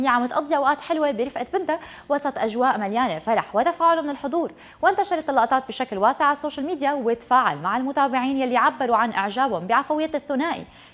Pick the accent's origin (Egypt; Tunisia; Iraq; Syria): Syria; عندنا بسوريا